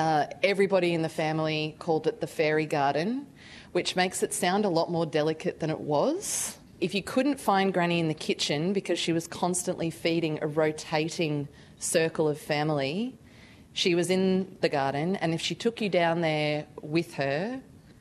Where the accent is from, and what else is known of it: Gold Coast, Queensland, Australia; born or raised there